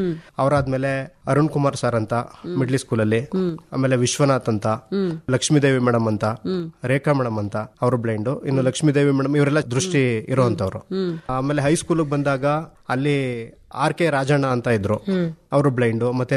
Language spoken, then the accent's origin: Kannada; Kuppegala, Karnataka, India; also born or lived in Mysuru; now in Hassan, India; ನಂದು ಮೂಲತಃ ಮೈಸೂರಿನ ಕುಪ್ಪೆಗಾಲ ಅಂತ ಒಂದು ಕುಗ್ರಾಮ.